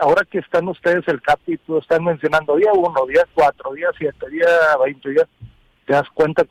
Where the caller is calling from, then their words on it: Monterrey, Nuevo León, Mexico; Mi madre todavía vive aquí en Monterrey